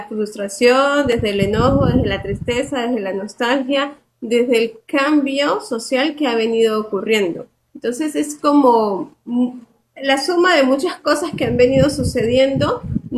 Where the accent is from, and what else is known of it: Venezuela